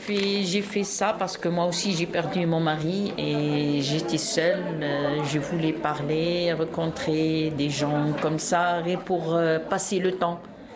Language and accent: French; Algeria; French is a second language; now in France; Moi, je suis algérienne.